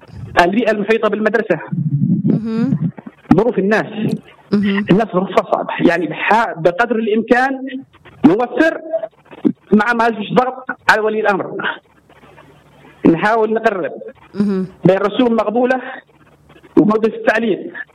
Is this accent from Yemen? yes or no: yes; Aden, Yemen; إحنا أبناء عدن ونحن نحس الوضع هذا علينا كامل